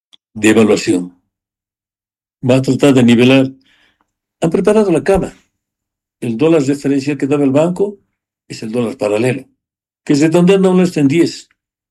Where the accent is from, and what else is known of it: Bolivia